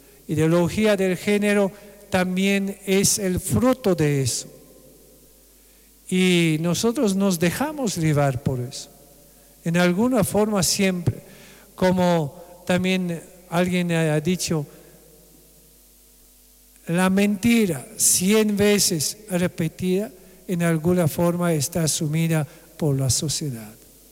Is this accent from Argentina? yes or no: no; Bolivia; nuestro gobierno acá en Bolivia